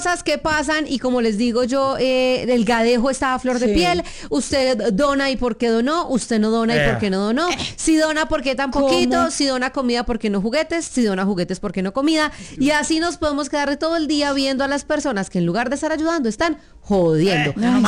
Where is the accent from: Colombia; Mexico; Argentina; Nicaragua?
Colombia; los colombianos somos especiales